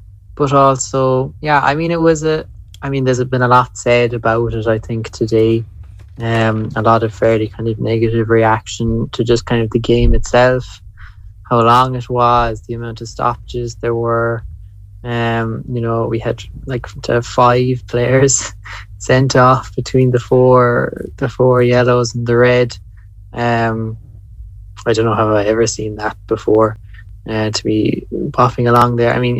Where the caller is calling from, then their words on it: Vienna, Austria; Ringing in from Vienna, Seamus, tonight.